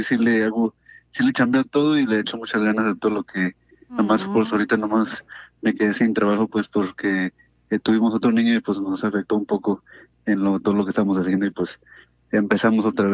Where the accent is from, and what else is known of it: Jalisco, Mexico; now in Santa Ana, United States